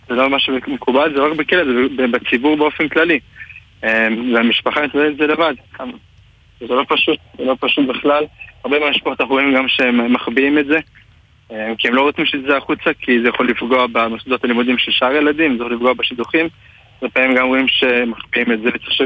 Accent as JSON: {"language": "Hebrew", "town": "Jerusalem", "region": "Jerusalem District", "country": "Israel", "tie": "born or raised there", "said": "אני גדלתי בירושלים, אני משפחה חרדית, אני ילד ה-60 בתוך 10 ילדים"}